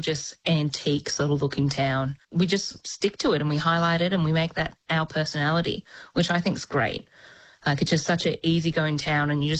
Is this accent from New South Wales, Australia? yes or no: yes; Blue Mountains, New South Wales, Australia; moved away as an adult; also born or lived in Sydney; now in Rockley, Australia; So I grew up in the Blue Mountains, but I've been living and working in the city for the past 10 years